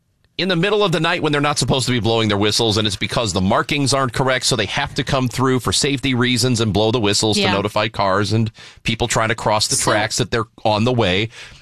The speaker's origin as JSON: {"language": "English", "town": "Granite City", "region": "Illinois", "country": "United States", "tie": "born or raised there", "said": "now I grew up in Granite City."}